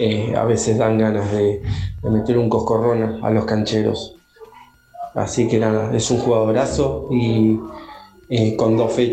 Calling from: Buenos Aires, Argentina; Hola Radio Latina … de Devoto.

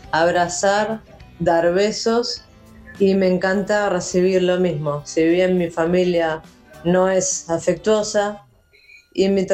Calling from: Loma del Mirador, Buenos Aires Province, Argentina; de Loma del Mirador.

